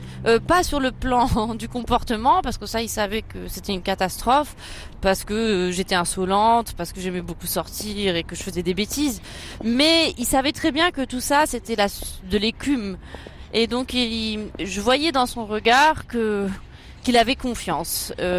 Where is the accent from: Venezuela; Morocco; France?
Morocco; Rabat, Rabat-Salé-Kénitra; J'ai été élevée à Rabat, au Maroc, dans les années 80 et 90. Donc, bon, c'est la capitale du Maroc